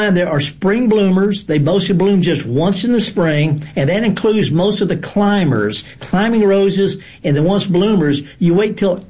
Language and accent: English; Mississippi Delta, United States; Okay, now I'm from the Delta.